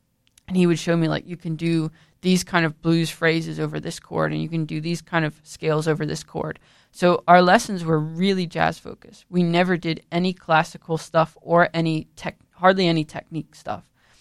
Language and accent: English; California, United States; I grew up in California